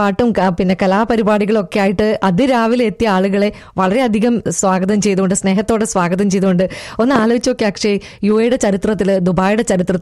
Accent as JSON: {"language": "Malayalam", "town": "Nileshwaram", "region": "Kerala", "country": "India", "moved": "yes", "lives_now": "United Arab Emirates", "said": "ഞാൻ നീലേശ്വരത്ത്."}